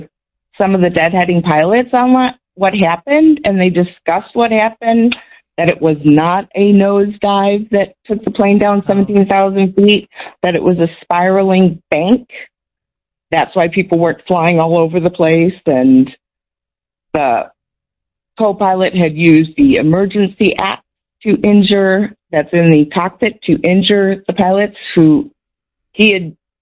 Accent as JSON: {"language": "English", "town": "Chicago", "region": "Illinois", "country": "United States", "tie": "born or raised there", "said": "I'm from Missouri now. I'm former Chicago resident, lifelong."}